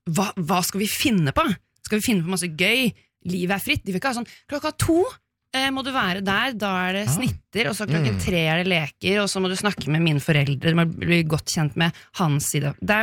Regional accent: Oslo, Norway; For jeg er fra Oslo Vest, så der gifter man

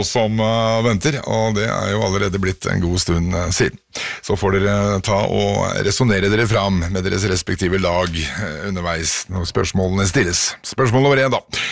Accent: Bodø, Nordland, Norway; Jeg er fra Bodø.

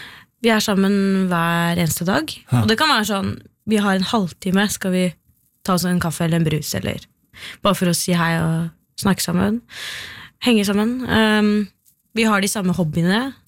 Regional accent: Jessheim, Akershus, Norway; moved away; nå bor det jo mange flere på Jessheim enn det gjorde da jeg vokste opp på Jessheim

